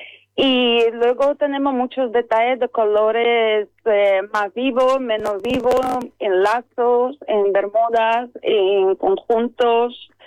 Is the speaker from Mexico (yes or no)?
no; Estonia; accent: Estonian; Spanish is a second language; now in Málaga, Spain; yo soy de Estonia, como se oye en el acento, llevo aquí más de 25 años en Málaga.